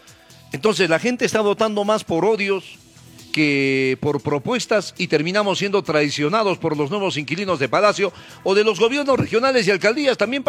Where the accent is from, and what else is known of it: Peru